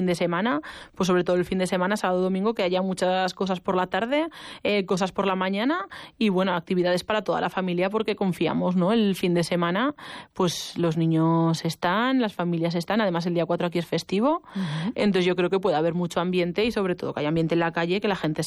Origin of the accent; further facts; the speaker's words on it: Barbastro, Aragon, Spain; yo que soy una persona de Barbastro de toda la vida